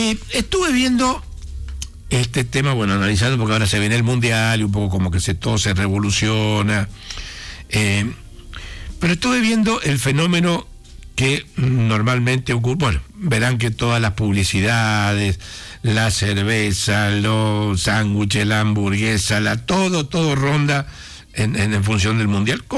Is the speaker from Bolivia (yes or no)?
no; Argentina; Le hablo de Argentina